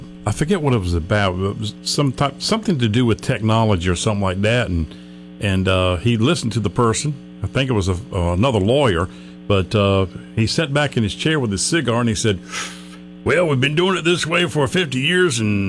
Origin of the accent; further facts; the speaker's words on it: Virginia, United States; moved away; I'm from Virginia